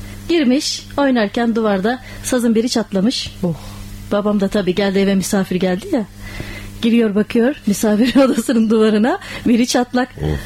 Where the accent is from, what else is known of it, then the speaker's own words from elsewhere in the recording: Muğla, Turkey; Yine bizim yörelere götüreyim sizi.